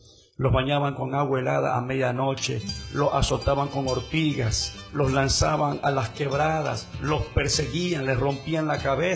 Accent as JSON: {"language": "Spanish", "country": "Ecuador"}